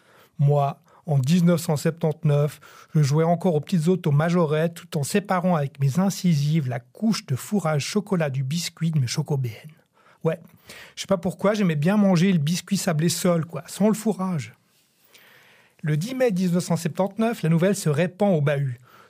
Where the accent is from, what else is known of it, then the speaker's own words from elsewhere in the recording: Geneva, Switzerland; Chez moi, en Suisse, est créé le comité pour le boycott des courts-ménages et obligatoires pour jeunes filles.